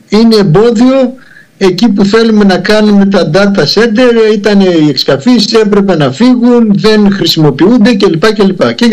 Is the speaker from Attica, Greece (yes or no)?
no; Aousa, Western Macedonia, Greece; γιατί βλέπετε η καταγωγή μου είναι από την Άουσα, είναι πολύ κοντά στην Πτολεμαΐδα και έχω μεγάλη οικογένεια και στην Πτολεμαΐδα.